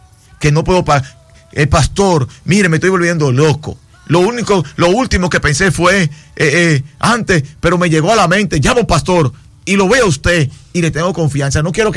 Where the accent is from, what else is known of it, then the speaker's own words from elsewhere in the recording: Dominican Republic; yo soy de Villaverde, nacido y criado en Villaverde. Yo tengo 47 años de edad.